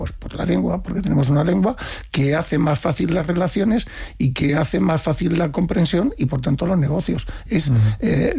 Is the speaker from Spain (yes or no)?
yes; Spain; Somos los españoles somos empáticos.